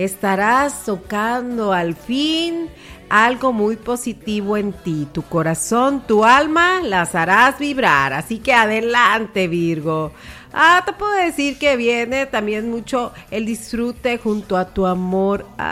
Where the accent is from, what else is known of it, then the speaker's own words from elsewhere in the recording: Mexico; así como tú, yo, nosotros, todos somos mexicanos